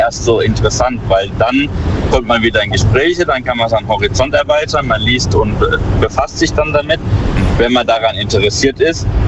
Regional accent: Germany; Also wenn ich als Deutscher jetzt in einen muslimischen Haushalt gehe, kann ich nicht sagen, boah geil, können wir nicht einen Schnitzel essen.

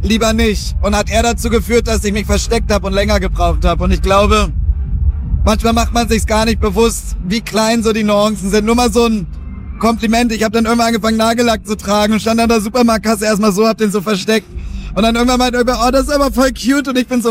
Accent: Mecklenburg-Vorpommern, Germany; Ich bin im Dorf in MacPommer aufgewachsen. Damals gab es noch kein Internet in meiner Jugend

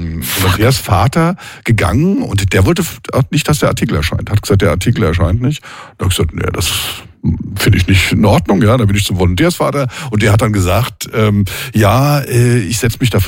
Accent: Mainz, Rhineland-Palatinate, Germany; born or raised there; now in Bodenheim, Germany

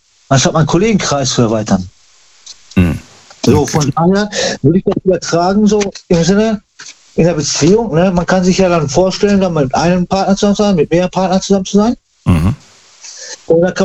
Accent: Recklinghausen, North Rhine-Westphalia, Germany; Ich bin aus Nordrhein-Westfalen.

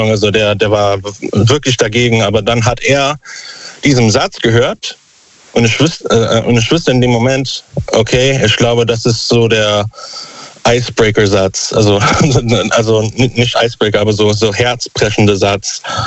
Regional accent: Überherrn, Saarland, Germany

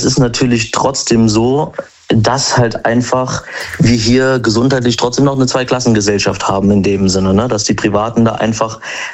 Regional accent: Frankfurt, Hesse, Germany; Ich komme aus Frankfurt.

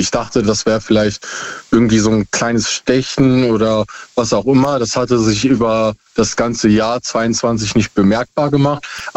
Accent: Essen, North Rhine-Westphalia, Germany; Aus Essen.

